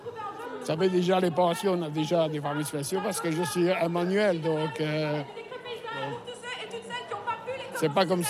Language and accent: French; Spain; now in Belgium; Et pour finir, je suis espagnol. Même si j'ai toujours la nationalité, mais je suis plus belge qu'un belge.